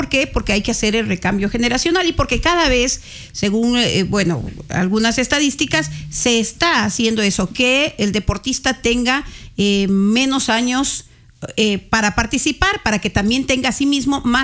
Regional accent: Ecuador; Yo no necesito pasaporte de otro país para poder ingresar yo con el ecuatoriano.

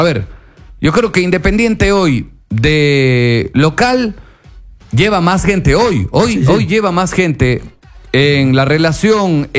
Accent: Cuenca, Azuay, Ecuador

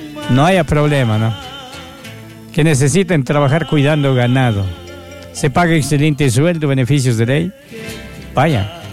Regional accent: Ecuador; Yo soy ecuatoriano, me identifico más por esa música.

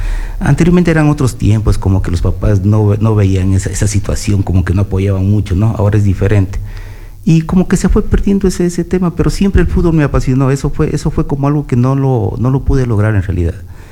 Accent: Urdaneta parish, Loja, Ecuador; born there; soy nacido ahí, orgullosamente.

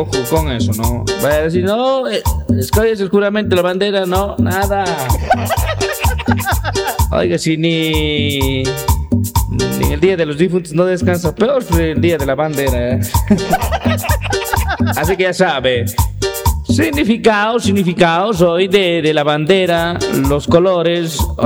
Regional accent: Ecuador; ese orgullo de decir que somos ecuatorianos

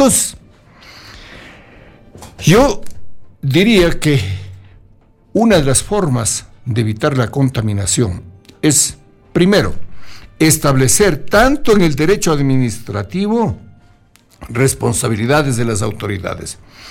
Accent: Riobamba, Chimborazo, Ecuador; now in Quito, Ecuador; Antes de que yo saliera de mi tierra natal, la provincia de Chimborazo, ciudad de Riobamba, y de allí una parroquia rural, San Juan, a la ciudad capital

